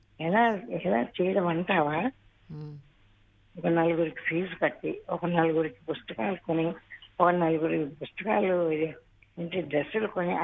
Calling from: Visakhapatnam, Andhra Pradesh, India; నేను విశాఖపట్నం నుంచి చేస్తున్నాను.

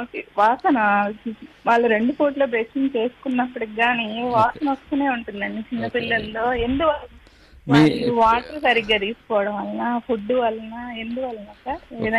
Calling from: Buchireddypalem, Andhra Pradesh, India; బుచ్చిరెడ్డి పాలెం నుంచి మాట్లాడుతున్నాం

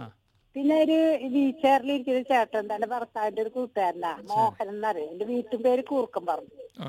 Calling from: Pazhur, Kerala, India; പഴൂരിൽ നിന്ന് ഞാൻ വിളിക്കാറുണ്ട് സാറേ.

